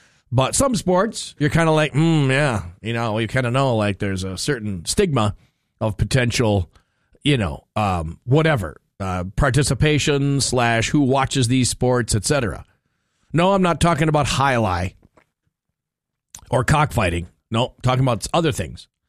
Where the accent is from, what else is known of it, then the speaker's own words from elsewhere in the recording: United States; being an American and a baseball watcher from birth